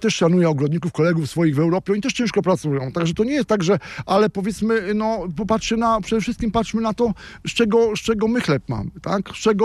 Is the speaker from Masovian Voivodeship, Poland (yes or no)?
no; Greater Poland Voivodeship, Poland; pochodzimy z Wielkopolski, jesteśmy rodziną.